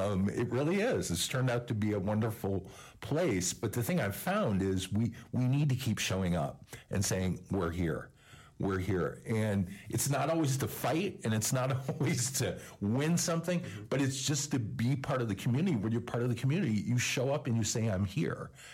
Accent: Jamestown, United States; I grew up in Jamestown, and I felt that I remember growing up and feeling that I had to leave Jamestown in order to be safe or be part of a community and be open.

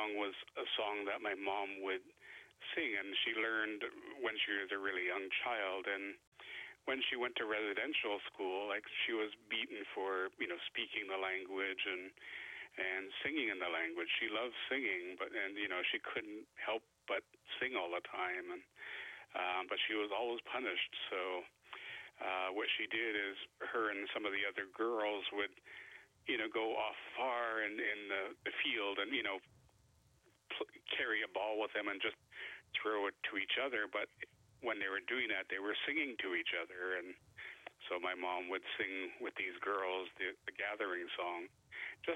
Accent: Vancouver, British Columbia, Canada; growing up in East Van in the 70s

